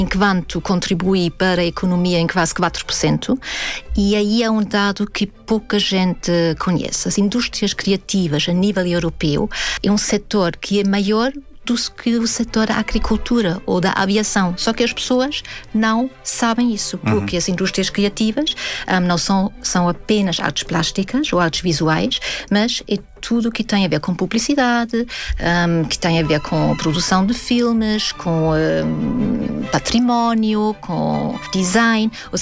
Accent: Salzburg, Austria; Portuguese is a second language; Mozart, pronto, nasceu em Salzburg, que é a minha cidade natal

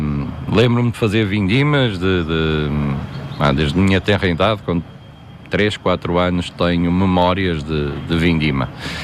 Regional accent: Marco de Canaveses, Norte, Portugal; moved away as an adult; now in Amarante, Portugal; Eu sou natural do Mar Canaveses, um concelho vizinho, mas, por ironia do destino, vim parar a Amarante, Agatão, em específico

